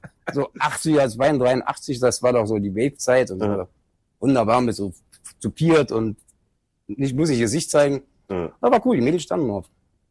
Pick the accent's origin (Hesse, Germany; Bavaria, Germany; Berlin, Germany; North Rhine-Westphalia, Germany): Berlin, Germany; Geboren in Schöneberg, groß geworden in Kreuzberg.